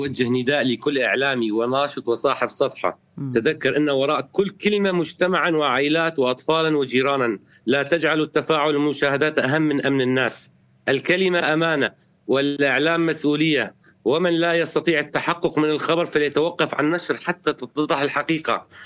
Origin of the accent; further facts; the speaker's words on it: Syria; نحن جزء من سوريا